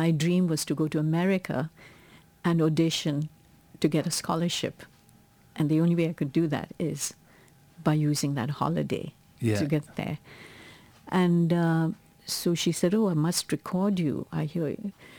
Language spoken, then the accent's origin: English; India; moved away as an adult; also born or lived in Singapore; now in New York, United States; When I grew up in India in the 50s, I was born in 45, so 50s, 60s